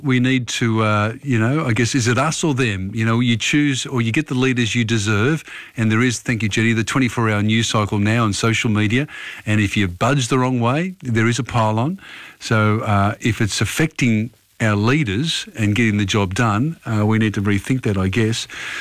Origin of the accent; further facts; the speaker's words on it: Australia; We're Australian